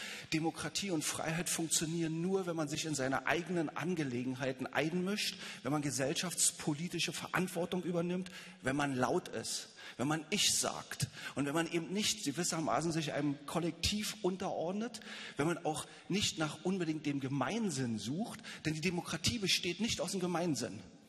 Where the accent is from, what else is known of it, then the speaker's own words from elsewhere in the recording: Berlin, Germany; Ich bin in Ostberlin geboren, 1967.